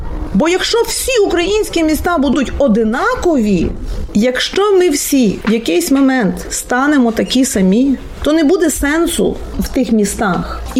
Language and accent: Ukrainian; Boryslav, Lviv Oblast, Ukraine; moved away; Я народилася в Бориславі. Борислав – це 100 кілометрів від Львова